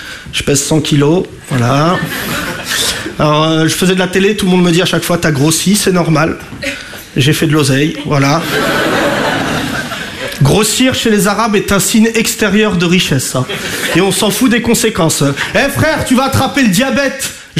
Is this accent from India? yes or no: no; France; Je préfère qu'on en parle et je suis français. Oui, oui, je suis français, il n'y a pas de malentendu.